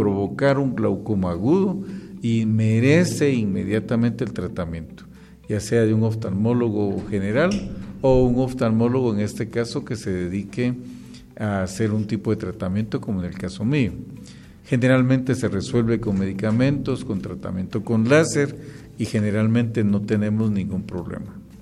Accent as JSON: {"language": "Spanish", "country": "Guatemala", "said": "Lamentablemente, como buenos chapines, mejor la otra semana, que pase la Semana Santa."}